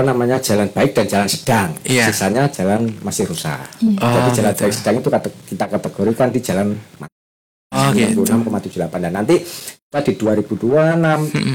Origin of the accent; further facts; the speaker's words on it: Ngawi, East Java, Indonesia; Saya memang asli Ngawi, tapi kerja di PUPR dari tahun 2003.